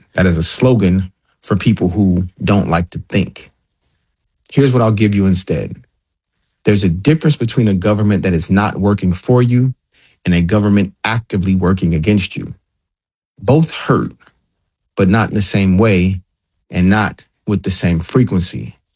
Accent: Detroit, Michigan, United States; my state, I'm from Detroit

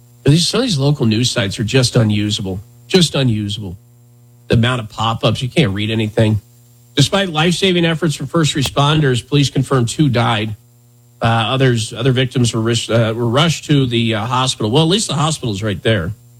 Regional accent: Wyoming, United States; I was growing up in Wyoming

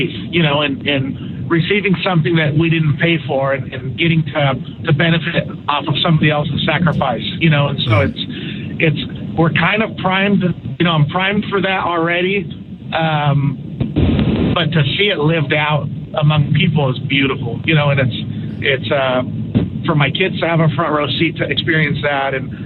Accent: Sacramento, California, United States; And I grew up in Sacramento, so I was a Laker fan when the Kings were good

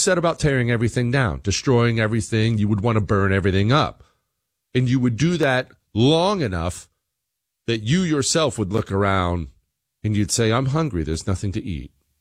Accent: Bozeman, Montana, United States; I grew up in Bozeman, Montana. It was relatively crime-free.

